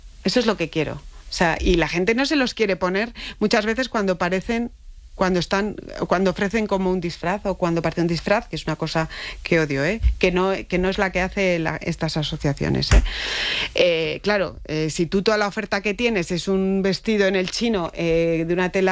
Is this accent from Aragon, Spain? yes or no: no; Madrid, Community of Madrid, Spain; O sea, yo me siento súper madrileña y mi padre es gallego y mi madre es vasca.